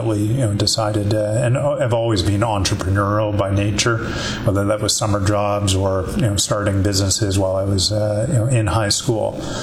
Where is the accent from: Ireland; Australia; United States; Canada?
Canada; Timmins, Ontario; Well, I grew up in Northern Ontario in Timmins, which is about an 8-hour drive north of Toronto.